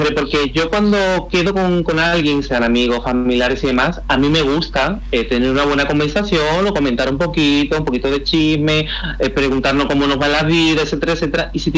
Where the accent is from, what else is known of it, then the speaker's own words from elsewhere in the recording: Dominican Republic; A mí, como dominicano